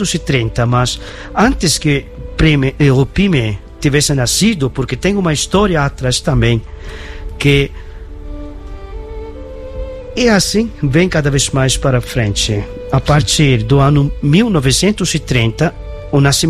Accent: Bangladesh; Portuguese is a second language; moved away as an adult; also born or lived in Italy / Portugal / Guinea-Bissau; now in Amapá, Brazil; eu sou asiático, venho do Bangladesh.

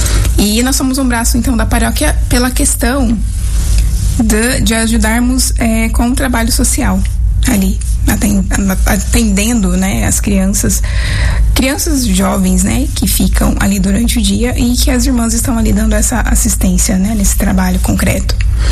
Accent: Paranaíba, Mato Grosso do Sul, Brazil; Eu sou natural de Paranaíba, no Mato Grosso do Sul. Uma terra muito boa, nós somos muito acolhedores. E é claro que não poderia deixar de ter calor. Uhum. Lá é quente o ano inteiro.

